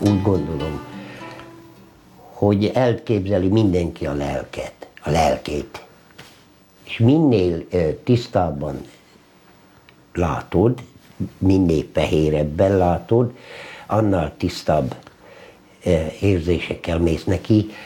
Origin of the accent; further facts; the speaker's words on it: Ózd, Borsod-Abaúj-Zemplén, Hungary; born there; moved away; Nem tudom elfelejteni Ózdot. Mert ott születtem, ott van minden gyökerem.